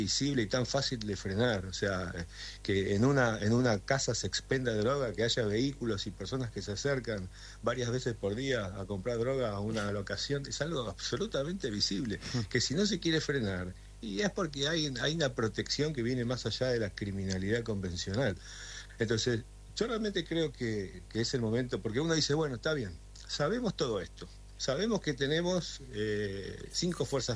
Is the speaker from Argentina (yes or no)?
yes; Argentina; Somos todos el mismo equipo, somos todos argentinos. Ajá. Acá la General Paz no debería de marcar una diferencia.